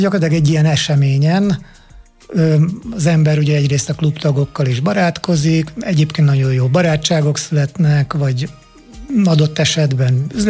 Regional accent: Hungary; akkor, meg még most is egyetlen magyarként.

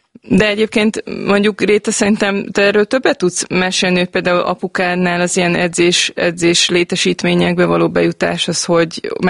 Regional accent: Gyöngyös, Heves, Hungary; Gyerekkoromban pedig én amúgy gyöngyösi származású vagyok

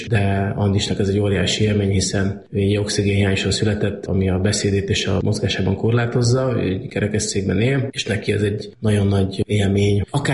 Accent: Kecskemét, Bács-Kiskun, Hungary; Kecskeméti Pérista gimnáziumban jártam

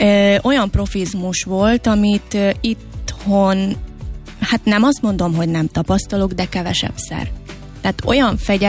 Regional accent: Hungary; azon a nyelven kellett énekelni magyarként.

